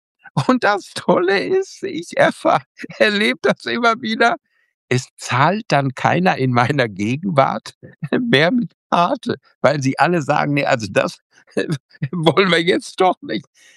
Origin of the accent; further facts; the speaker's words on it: Minden, North Rhine-Westphalia, Germany; Minden ist ja meine Heimat.